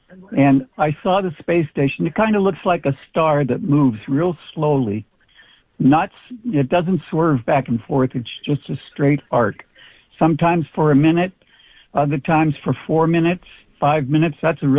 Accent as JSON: {"language": "English", "town": "Kingman", "region": "Arizona", "country": "United States", "tie": "born there", "also_born_or_lived": "Southern California", "moved": "yes", "said": "I was born in 1950 in Kingman, Arizona."}